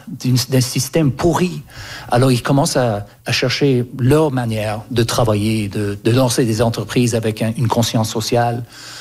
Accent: Canada; moi j'ai grandi au Canada et quand j'avais 4, 5, 6 ans, il y avait un bus

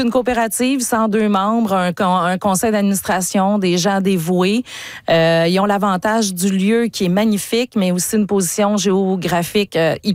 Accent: Montreal, Quebec, Canada; now in Saguenay-Lac-Saint-Jean, Canada; moi, je suis originaire de Montréal

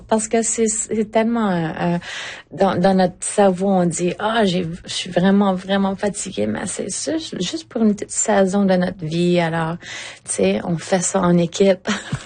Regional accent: Eastern Canada, Canada; now in Vancouver, Canada; je viens de l'Est du Canada

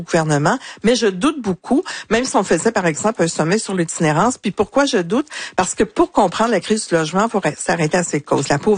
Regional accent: Quebec, Canada; Alors donc, tu sais, en tant que Québécois, ça devrait pas m'intéresser la piscine.

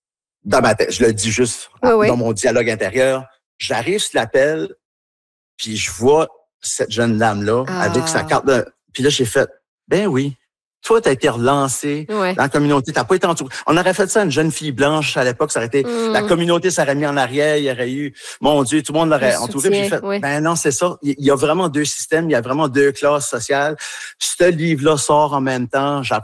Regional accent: New Brunswick, Canada; Puis moi aussi, en tant qu'Acadien, fier Acadien, j'ai même été vice-président de la Société de l'Acadie du Nouveau-Brunswick.

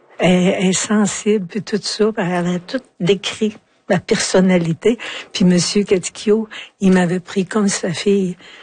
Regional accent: Quebec, Canada; Mais tu sais, je viens de l'Abitibi

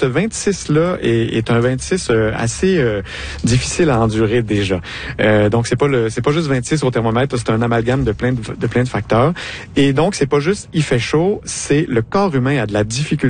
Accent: Quebec, Canada; je suis gaspésien

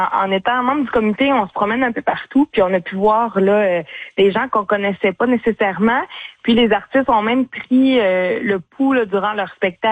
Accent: Sacré-Cœur, Quebec, Canada; chez nous à Sacré-Cœur.

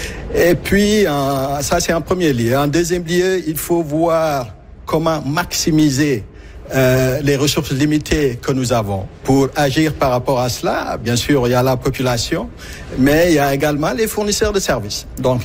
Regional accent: Ontario, Canada; Il faut rappeler que je suis franco-ontarien d'origine immigrante.

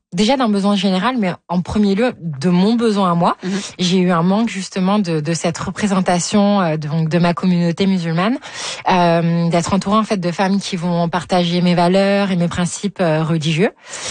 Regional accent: France; moved away as an adult; now in Toronto, Canada

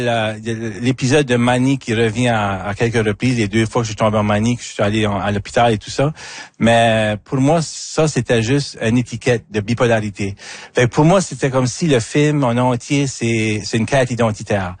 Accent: Acadia, Canada; je viens de l'Acadie, comme ton premier album.

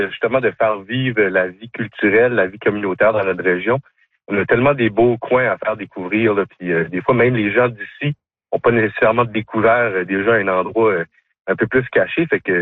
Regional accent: Robertville, New Brunswick, Canada; Oui, ben moi, ayant grandi dans la région, moi, je viens de Robertville, là, c'est la terre fertile en jeunes talents.

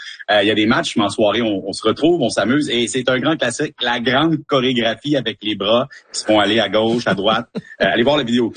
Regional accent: Quebec, Canada; Et tout ça, c'est chez nous, au Québec, sur la Côte-Nord

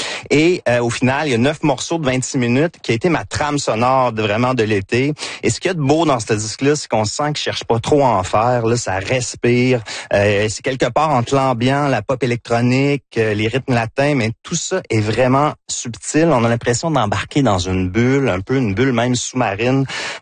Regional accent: Victoriaville, Quebec, Canada; accent: Victoriaville; C'est mon accent de Victoriaville, vous comprenez que c'est ça.

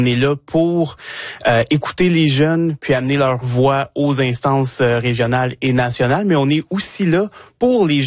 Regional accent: Odanak, Quebec, Canada; moved away as an adult; Oui, ben j'habite dans la région maintenant. Originalement, okay. Je viens d'Odanak, dans le centre du Québec, mais ça fait déjà presque 10 ans que je reste dans la région ici.

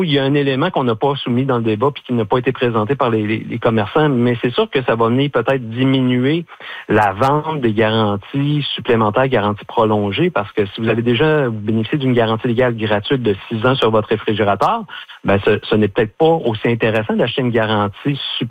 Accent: Quebec, Canada; On vient de la Côte-Nord, on est sur la Côte-Nord.

